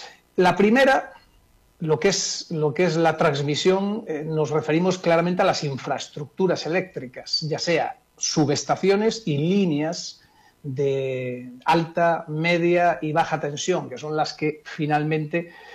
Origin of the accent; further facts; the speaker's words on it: Spain; moved away as an adult; also born or lived in Venezuela / Colombia; Yo soy español